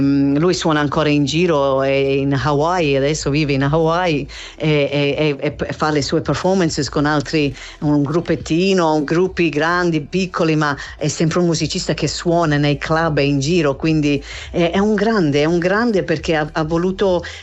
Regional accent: Australia; first language English; Italian is a second language; Poi io sono australiana, sono madrelingua inglese

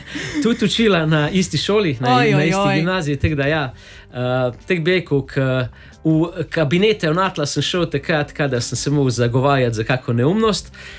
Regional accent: Velenje, Savinja, Slovenia; Ker sem iz Velenja.

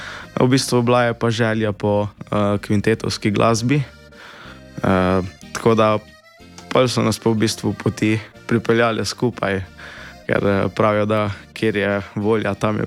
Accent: Dobje pri Planini, Savinja, Slovenia; jaz pa prihajam iz Dobja pri Planini.

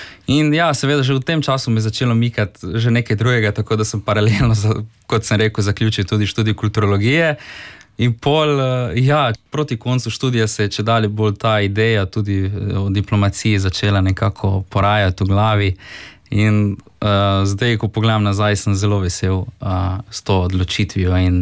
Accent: Rijeka, Primorje-Gorski Kotar County, Croatia; Ja, evo, tako da smo očitno ti reški Slovenci, smo srečni, ne vem.

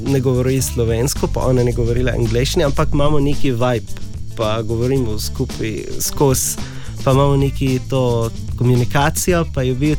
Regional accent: Palestine; Slovenian is a second language; also born or lived in Sanaa, Yemen; Jaz sem 24 let, jaz sem iz Palestina. In pol Egipčan tudi

